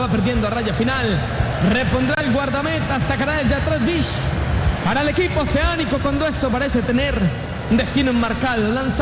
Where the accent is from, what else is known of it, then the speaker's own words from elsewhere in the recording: Manizales, Caldas, Colombia; Mi tierra es Manizales.